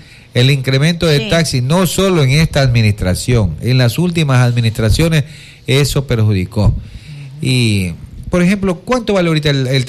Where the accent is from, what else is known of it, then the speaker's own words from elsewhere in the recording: Ecuador; now in Quevedo, Ecuador; como todo ecuatoriano, dejamos todo al último.